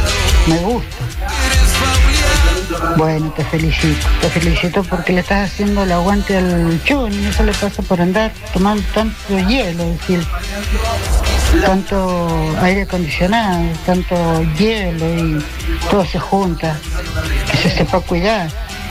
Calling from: San Juan, Argentina; de San Juan, la imitadora.

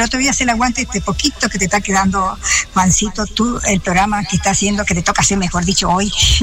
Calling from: Santa Fe, Argentina

